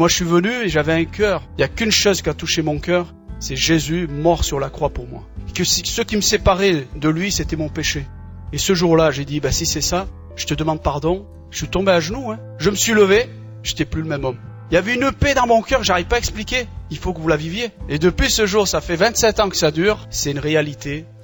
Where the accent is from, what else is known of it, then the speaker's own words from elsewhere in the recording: Algeria; Je suis algérien, on est issu d'une famille nombreuse de 14 frères et sœurs.